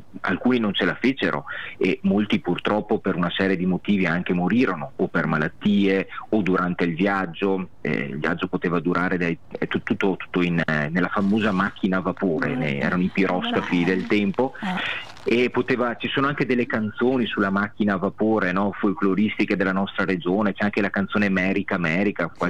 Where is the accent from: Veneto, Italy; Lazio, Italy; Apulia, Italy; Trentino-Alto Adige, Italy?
Veneto, Italy